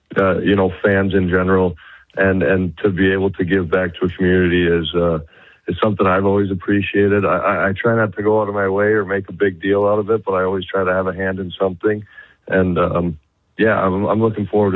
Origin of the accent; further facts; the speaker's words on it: Stratford, Ontario, Canada; also born or lived in Wainwright; Yeah, I was born in Wainwright, and then when I was about 8 years old, moved out to Stratford, Ontario, and did most of my formative years were out there, but we still got a handful of ties in Wainwright.